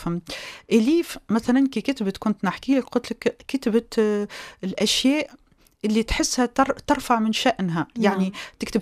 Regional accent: Tunisia; نحن في تونس

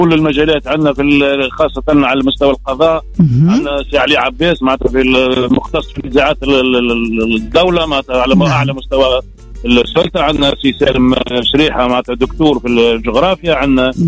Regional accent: Tunisia; احنا أولاد تونس وإن شاء الله هنكونوا نقدموا لها الإضافة إن شاء الله.

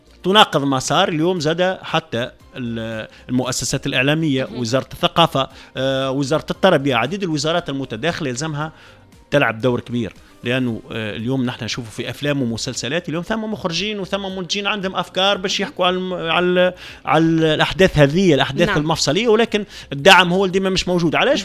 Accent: Tunisia; نحن كتونسيين

